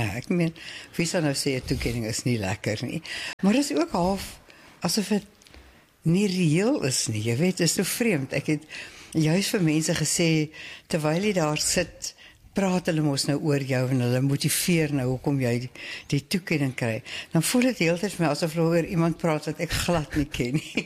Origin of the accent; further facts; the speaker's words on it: Pretoria, Gauteng, South Africa; ek is in Pretoria gebore en skool gegaan, later op meisies hoor, afies en toe tikkies universiteit.